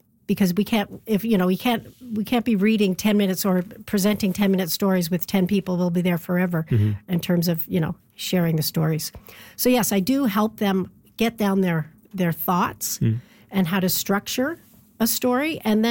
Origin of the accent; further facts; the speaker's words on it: Halifax, Nova Scotia, Canada; now in Ottawa, Canada; I'm so happy to be in my hometown in Halifax.